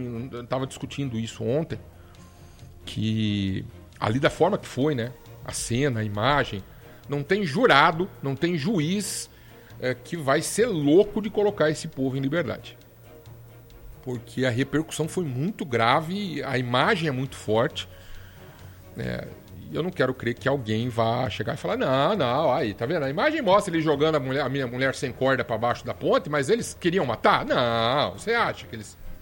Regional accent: Brazil; vou torcer para o Brasil como brasileiro

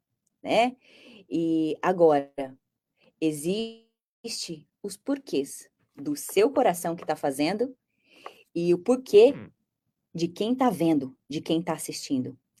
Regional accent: Brazil; Eu sou brasileira. Sabe aquela? Eu sou brasileira com muito orgulho.

